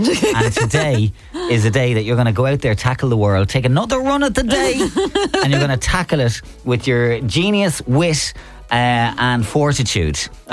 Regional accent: France; I am from France and we call her … over there.

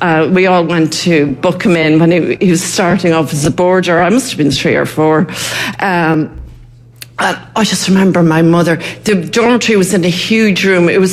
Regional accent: County Laois, Ireland; you do know I'm from Leash, don't you?

